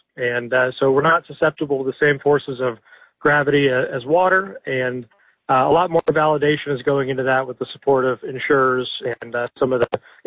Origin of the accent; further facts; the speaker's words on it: Altadena, California, United States; I witnessed the LA fires in my hometown of Altadena, and looked at that devastation.